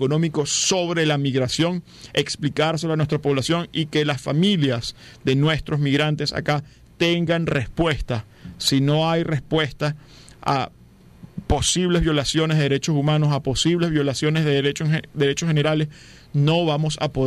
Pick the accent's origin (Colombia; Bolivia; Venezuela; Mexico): Venezuela; lo estoy diciendo desde un contexto como venezolano. Es el momento de la nueva Venezuela